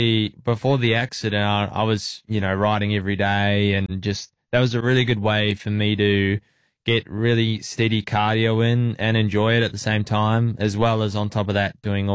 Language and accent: English; New Zealand; growing up in New Zealand